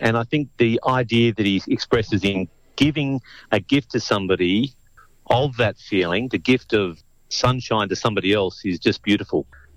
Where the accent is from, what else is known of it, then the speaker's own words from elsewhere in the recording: New South Wales, Australia; born there; My grandfather built that cottage that I was born in on the Lane Cove River, but it was isolated and remote and full of ticks and all those type of things.